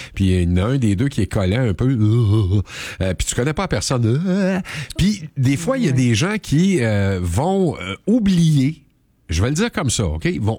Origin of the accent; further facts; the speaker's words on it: Quebec, Canada; Chez nous, au Québec